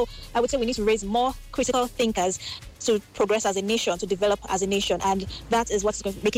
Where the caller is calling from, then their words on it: Nigeria; I'm calling from Lagos Island.